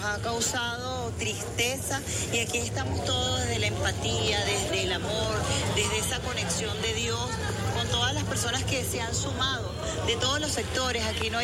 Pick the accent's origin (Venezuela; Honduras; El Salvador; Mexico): Venezuela; es lo bonito que nos encuentran como venezolanos. Así somos los venezolanos